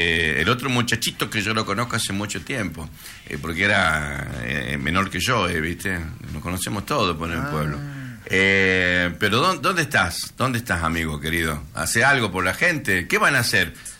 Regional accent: Campo Santo, Salta, Argentina; De mi querido pueblo Camposanto, donde nací, me crié

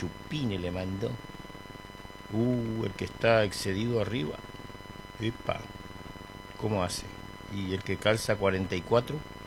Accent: Presidencia de la Plaza, Chaco, Argentina; un pueblo del Chaco, a la vera de la ruta 16, 15 kilómetros de mi pueblo Presidencia de la Plaza.

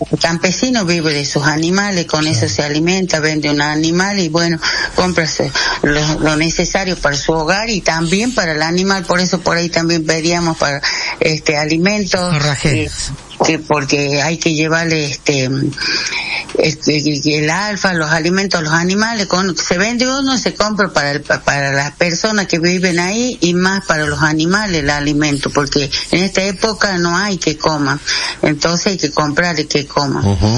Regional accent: Coronel Juan Solá, Salta, Argentina; ahora yo tengo 76 años, nacida y criada ahí

